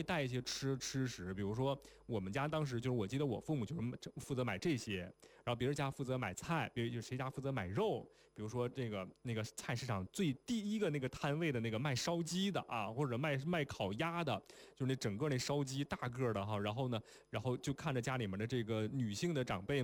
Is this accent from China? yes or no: yes; China; 我们中国人讲究的一定是个团圆。